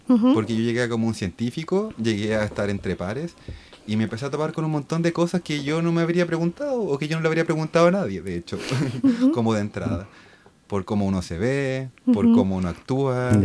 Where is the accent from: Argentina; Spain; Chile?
Chile; Santiago, Santiago Metropolitan Region; moved away as an adult; now in Tübingen, Germany; yo vengo de Santiago, Santiago de Chile. Llegué hace 2 años y medio acá a trabajar en mi tesis de doctorado en la clínica en Tübingen. Al principio me sentí muy extranjero, viniendo de una ciudad muy grande